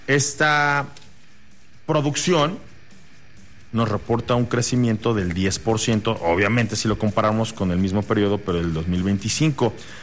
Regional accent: Mexico; a los mexicanos nos pone la piel de gallina

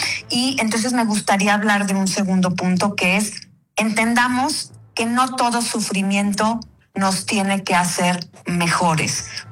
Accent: Mexico; Como mexicanos, luego tenemos muchísimo la idea o la creencia de que tenemos que merecer las cosas

